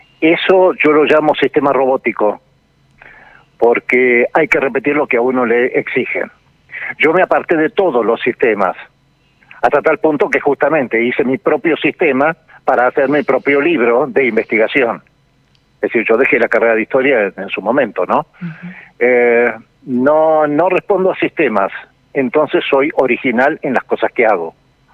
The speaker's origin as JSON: {"language": "Spanish", "town": "Bahía Blanca", "region": "Buenos Aires Province", "country": "Argentina", "moved": "yes", "lives_now": "Patagonia, Argentina", "said": "Soy patagónico por adopción, llegué en el año 78 de Bahía Blanca."}